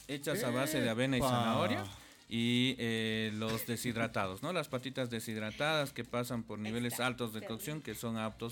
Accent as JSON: {"language": "Spanish", "town": "Sucre", "region": "Chuquisaca", "country": "Bolivia", "tie": "born there", "moved": "yes", "said": "siempre recuerdo a mi amado Sucre, yo soy"}